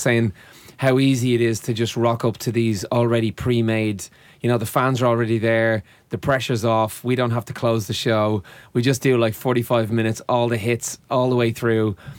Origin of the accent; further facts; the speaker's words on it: Ireland; being an Irish band